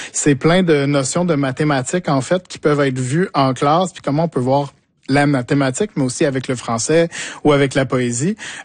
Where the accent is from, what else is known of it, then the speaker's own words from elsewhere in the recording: Quebec, Canada; Je viens de l'Estrie, je viens des champs, je viens de la forêt. Et bon, mes parents ne sont pas agriculteurs, mais c'est tout comme.